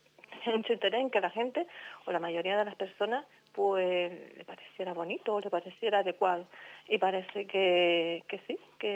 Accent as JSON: {"language": "Spanish", "region": "Canary Islands", "country": "Spain", "said": "nos une como canarios."}